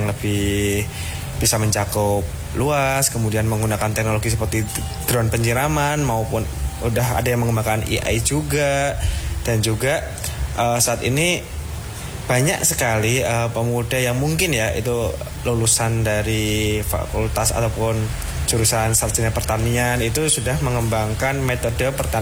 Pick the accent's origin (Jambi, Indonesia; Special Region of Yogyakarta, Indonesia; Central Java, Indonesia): Special Region of Yogyakarta, Indonesia; Yogyakarta; saya dari Kota Yogyakarta.